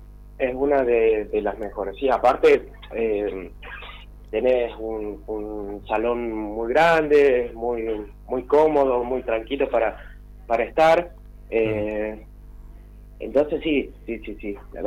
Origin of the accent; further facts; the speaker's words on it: Catamarca, Argentina; Bueno, yo soy nacido y criado en Catamarca, yo soy del norte.